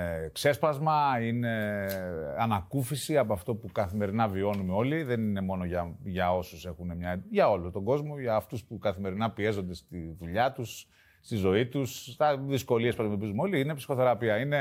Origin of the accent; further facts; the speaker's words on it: Athens, Attica, Greece; born there; Γεννήθηκα στην Αθήνα.